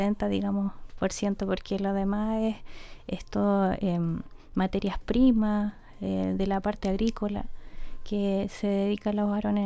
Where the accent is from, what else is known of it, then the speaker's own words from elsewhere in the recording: Longaví, Maule, Chile; Sí, nacida y criada acá en Longaví, desde la Quinta Norte.